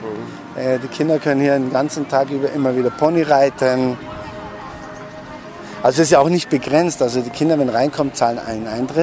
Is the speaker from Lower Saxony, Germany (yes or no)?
no; Marktl, Bavaria, Germany; Weil ich war als Kind in Makel am Inn, im Kinderheim.